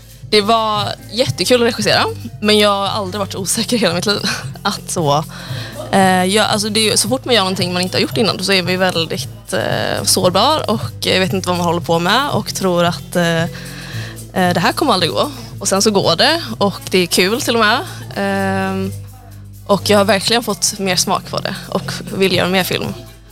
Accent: Gothenburg, Västra Götaland County, Sweden; Jag är från Göteborg och fick ett samtal om jag ville vara runner på en inspelning.

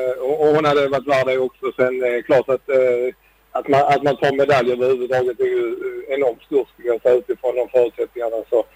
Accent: Sweden

